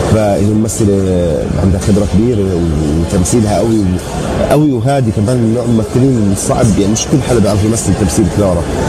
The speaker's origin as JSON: {"language": "Arabic", "country": "Jordan", "also_born_or_lived": "London"}